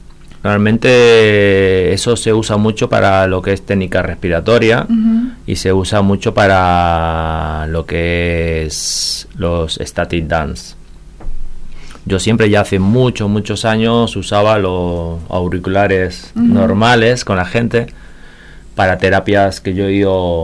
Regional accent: Posadas, Misiones, Argentina; also born or lived in Barcelona, Spain; Bueno, soy español, nacido en español, pero en España, Barcelona. Pero de pequeño mis padres hicieron una aventura y con 8 años viví 11 años aquí en Posadas.

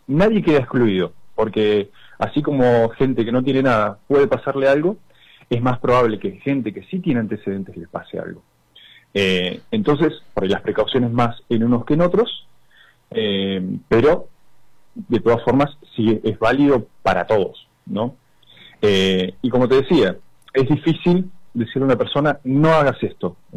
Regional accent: Argentina; vamos a vivirlo como argentinos que somos.

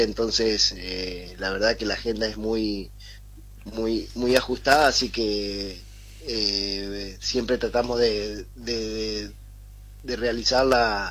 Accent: Chajarí, Entre Ríos, Argentina; yo soy nacido y criado acá en Chajarí, en el barrio donde lleva el nombre de nuestro club San Clemente, y he pasado toda mi vida aquí.

